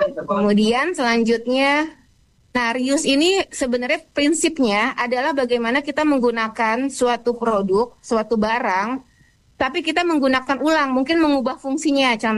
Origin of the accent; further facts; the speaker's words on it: East Nusa Tenggara, Indonesia; moved away; NTT, tempat kampung halaman saya